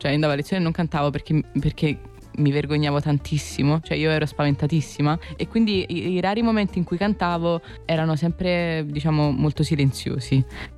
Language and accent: Italian; Naples, Campania, Italy; Cioè, da napoletana, ma da persona che vive vicino al mare